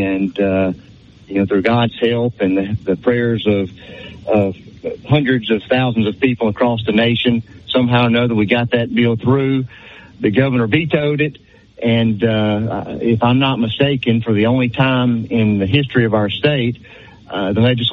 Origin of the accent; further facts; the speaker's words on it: Rapides Parish, Louisiana, United States; moved away as an adult; now in Grant Parish, United States; Born and raised in Rapides Parish. Been in Grant Parish, which we absolutely love, about 20 years.